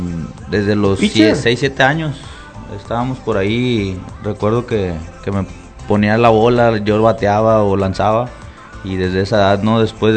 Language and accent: Spanish; Peñas, Mexico; also born or lived in Tuxpan; Somos de Peñas.